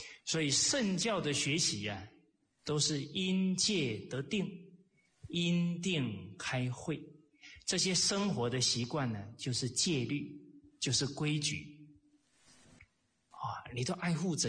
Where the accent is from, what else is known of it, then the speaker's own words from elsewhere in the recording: Kaohsiung, Taiwan; moved away as an adult; also born or lived in Tangchi; now in Malaysia; 我是南方人啊，我在高雄长大的，很怕冷啊。